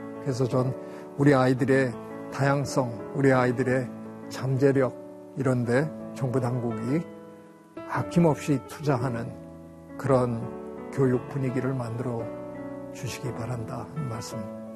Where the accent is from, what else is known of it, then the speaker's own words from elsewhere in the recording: Gangneung, Gangwon, South Korea; moved away; 제 고향 강릉에 가서